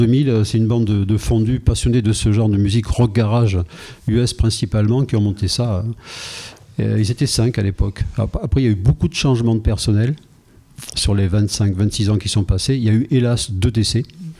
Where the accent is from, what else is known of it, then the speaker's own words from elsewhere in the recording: Angers, Pays de la Loire, France; born there; also born or lived in Versailles / Marseille / Rodez; now in Toulouse, France; Je suis né à Angers. Après, j'ai habité à Versailles, à Marseille, à Rodez. Et en 77, on a posé les valises à Toulouse.